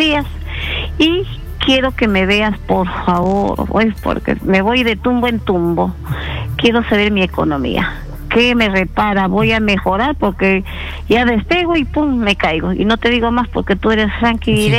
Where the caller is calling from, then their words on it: Cajamarca, Peru; Es que yo soy norteña y en el norte uno habla...